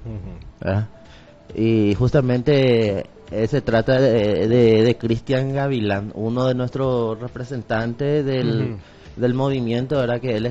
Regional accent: Concepción, Paraguay; moved away as an adult; now in Pedro Juan Caballero, Paraguay; En la realidad, yo soy de la colonia Ahuillepeajú, distrito de Ullau.

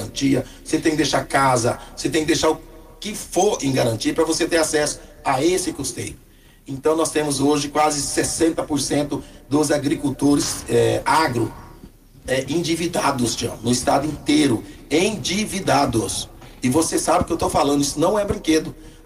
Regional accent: Brazil

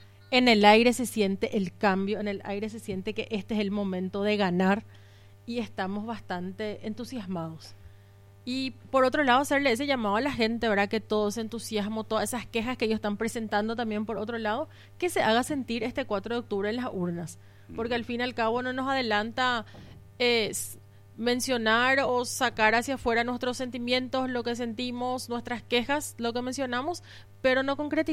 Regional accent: Pedro Juan Caballero, Amambay, Paraguay; born or raised there

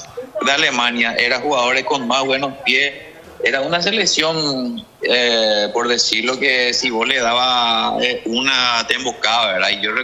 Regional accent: Paraguay

